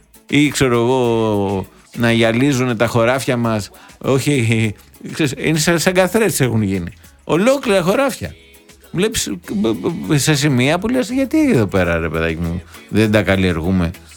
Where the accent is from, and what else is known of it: Greece